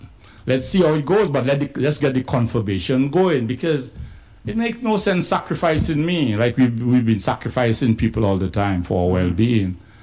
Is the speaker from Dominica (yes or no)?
yes; Marigot, Saint Andrew, Dominica; born there; also born or lived in Portsmouth, Dominica / Roseau, Dominica; So I was born in Portsmouth. Around the age of 2 or 3, I moved to Marigot. I lived in Marigot primary school until I was around 10, mm-hmm. 11. I came to school in Roseau North. I lived in Roseau North from 11 to 21 year old.